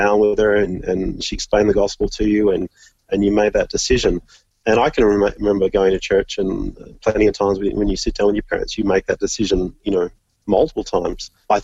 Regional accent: Orange, New South Wales, Australia; But I loved growing up in Orange. I love the weather there, and it's a beautiful city.

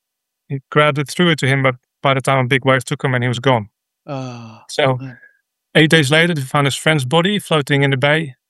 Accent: Netherlands; Well, I grew up in the Bible Belt in the Netherlands. So I grew up in the middle, Dutch Reformed family, went to a Dutch Reformed church

